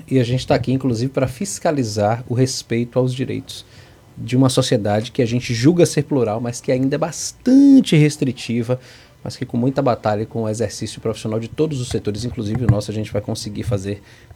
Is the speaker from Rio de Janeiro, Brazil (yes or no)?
no; Salvador, Bahia, Brazil; eu fui criado em Cajazeiras, né? E acredito conhecer bastante Salvador e região metropolitana.